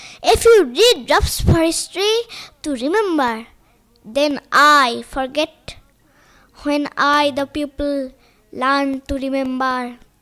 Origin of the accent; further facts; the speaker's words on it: Domkal, West Bengal, India; আমি দমকল মাহিষ্যপাড়া থেকে এসেছি।